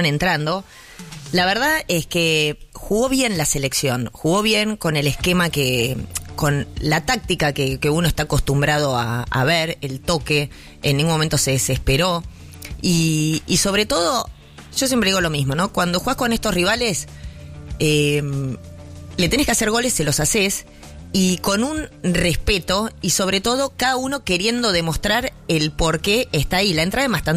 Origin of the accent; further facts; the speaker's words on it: Argentina; vamos a estar tocados con la varita mágica como argentinos